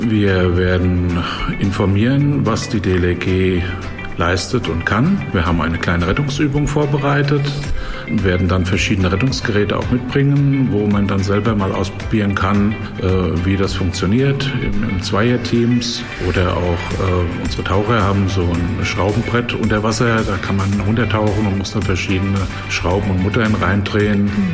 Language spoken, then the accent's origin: German; Wiesbaden, Hesse, Germany; Geboren in Wiesbaden, aufgewachsen, dort schwimmen gelernt.